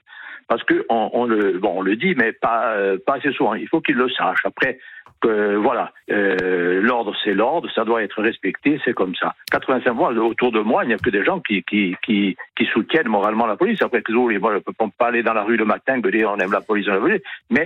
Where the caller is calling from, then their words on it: Oletta, Corsica, France; d'un village à côté de Bastia, Oletta.